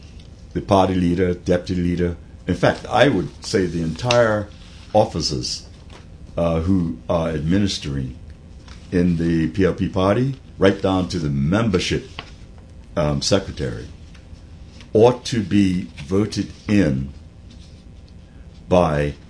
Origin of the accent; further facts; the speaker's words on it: Hamilton Parish, Bermuda; because I'm from Hamilton Parish